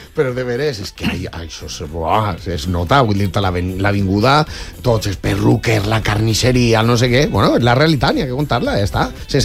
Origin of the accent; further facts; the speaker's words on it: Valencia, Valencian Community, Spain; I sí, soc de Torrefiel. Soc més de barriques columpios. Entonces, clar, la manera de ver la vida d'un xic de Torrefiel.